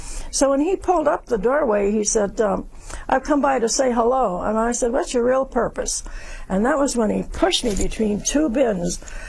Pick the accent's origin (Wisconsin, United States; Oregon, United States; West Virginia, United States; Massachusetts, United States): West Virginia, United States; born there; And I said, well, I was born in West Virginia.